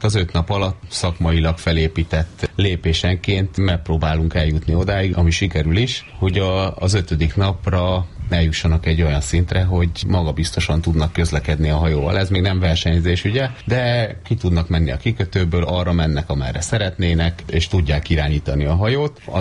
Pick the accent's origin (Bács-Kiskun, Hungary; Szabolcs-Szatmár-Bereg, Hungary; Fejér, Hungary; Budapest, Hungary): Fejér, Hungary; Vál; now in Felsőörs, Hungary; egy odébb lévő faluba Válon nőttem föl. Az is egy igazi falu volt